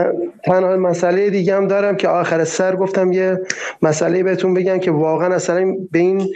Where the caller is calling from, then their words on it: Iran; به عنوان یه ایرانی حق من اینه که یه زندگی خوب داشته باشم.